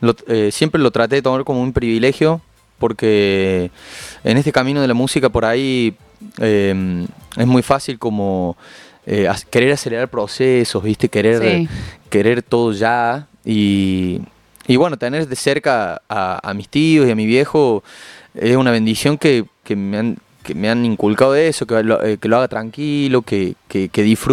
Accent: Córdoba, Argentina; yo nací en Córdoba y fui criado por mis abuelos maternos y mi madre en un barrio de Córdoba que se llama José Hernández.

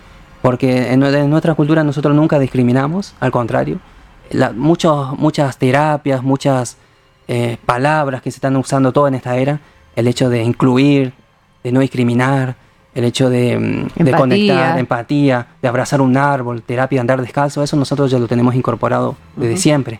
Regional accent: Caá Catí, Corrientes, Argentina; born there; now in Alta Gracia, Argentina; en mi pueblo mismo, Cacatí.

